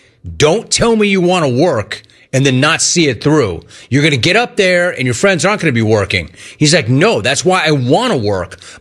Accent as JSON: {"language": "English", "region": "Maine", "country": "United States", "said": "First, I'm from Maine."}